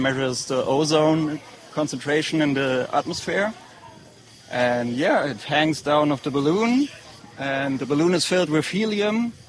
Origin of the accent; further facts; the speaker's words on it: Berlin, Germany; from Berlin, Germany.